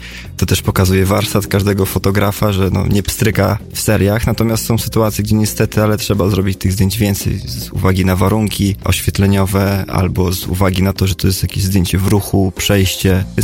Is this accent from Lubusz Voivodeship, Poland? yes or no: no; Gdańsk, Pomeranian Voivodeship, Poland; pochodzę z Gdańska